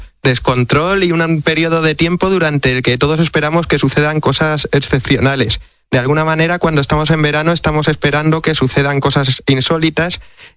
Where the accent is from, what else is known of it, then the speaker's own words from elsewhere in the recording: Madrid, Community of Madrid, Spain; now in Murcia, Spain; yo desde hace 7 años u 8, aunque soy madrileño, me trasladé a Murcia y cumplí ese viejo sueño del veraneante de Madrid que se mueve hacia el mar.